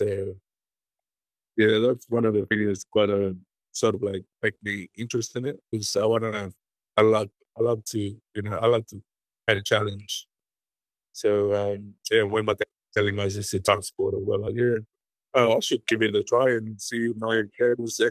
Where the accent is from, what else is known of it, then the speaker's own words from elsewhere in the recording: Tonga; also born or lived in Samoa / New Zealand / Hawaii / Japan; I was born in Tonga, 1983. And yeah, I grew up here in Tonga, but sort of moving around the island. We moved to Samoa, back to Tonga, and then New Zealand, Hawaii, and then Japan.